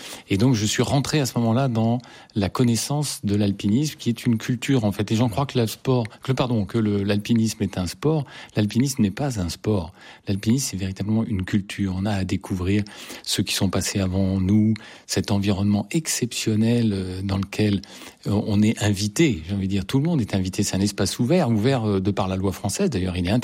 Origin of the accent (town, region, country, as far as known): Paris, Île-de-France, France; born there